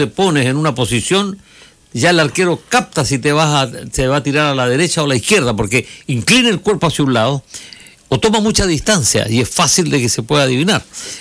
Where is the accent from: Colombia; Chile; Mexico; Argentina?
Chile; yo soy chileno.